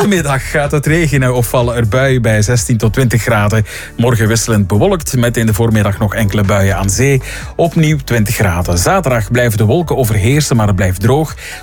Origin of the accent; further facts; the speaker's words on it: Zele, Flanders, Belgium; born there; Het gaat onder meer om mijn geboortestad, Zeelen in Oost-Vlaanderen